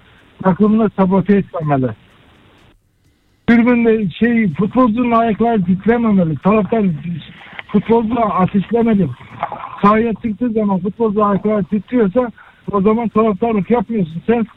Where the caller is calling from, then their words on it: Istanbul, Turkey; İstanbul'dan arıyorum.